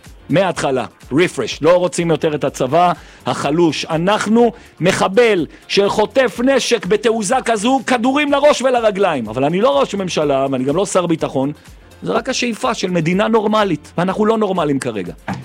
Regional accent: Jerusalem, Jerusalem District, Israel; כי אני ירושלמי

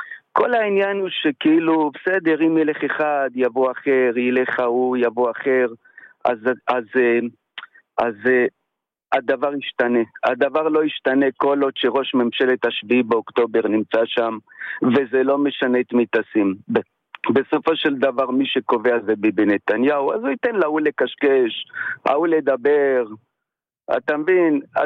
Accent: Ashkelon, Southern District, Israel; מאוד מעריך אותך, מאוד אוהב אותך, אני מאשקלון.

